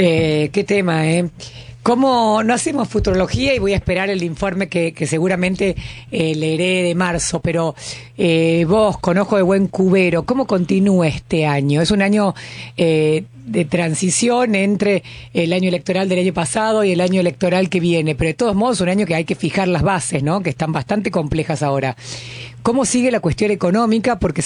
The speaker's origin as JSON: {"language": "Spanish", "region": "Córdoba", "country": "Argentina", "moved": "yes", "lives_now": "Buenos Aires, Argentina", "said": "yo, que soy de Córdoba"}